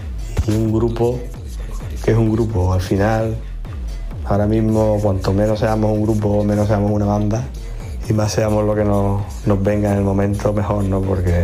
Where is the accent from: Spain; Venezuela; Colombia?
Spain; Ceuta; al final venimos de Ceuta